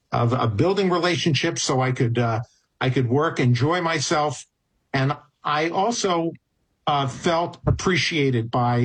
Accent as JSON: {"language": "English", "town": "Allentown", "region": "Pennsylvania", "country": "United States", "said": "I'm from Allentown, Pennsylvania."}